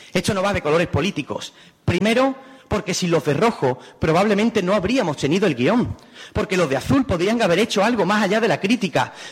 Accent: La Línea de la Concepción, Andalusia, Spain

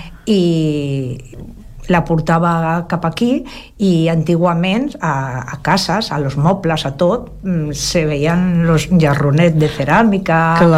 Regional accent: Lorca, Region of Murcia, Spain; tinc records de quan les vacances de l'estiu sí. marxen al meu poble. Yeah. Lorca, Àguiles, Mazarrón, tota la part de Múrcia.

